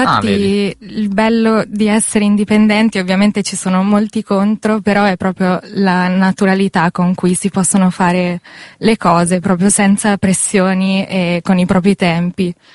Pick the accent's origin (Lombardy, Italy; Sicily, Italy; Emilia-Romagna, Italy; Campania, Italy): Emilia-Romagna, Italy; Io arrivo dalla provincia di Rimini. Okay. E abito a Bellaria, di fianco al mare